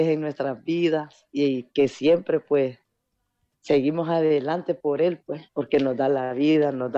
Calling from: El Progreso, Yoro, Honduras; de Progreso Lloro.

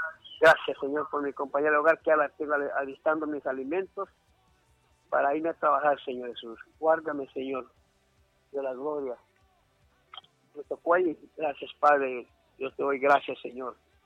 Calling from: Villanueva, Cortés, Honduras; De Villanueva, hermano Chuy. Soy de Villanueva.

